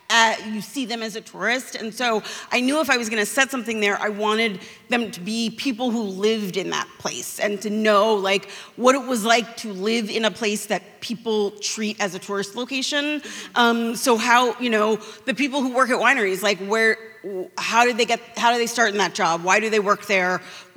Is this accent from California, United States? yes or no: yes; California, United States; but also I grew up in California